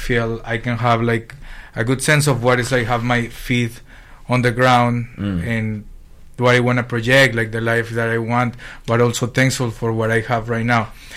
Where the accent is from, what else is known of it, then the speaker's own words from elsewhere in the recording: Peru; yeah, growing up in Peru was great, man. We, like, we were not poor. We were not rich.